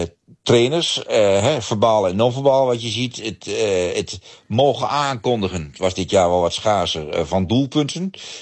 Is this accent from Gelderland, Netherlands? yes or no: yes; Gelderland, Netherlands; moved away; En ik was vroeger wel eens discjockey geweest in de Achterhoek, onder andere, waar ik vandaan kom.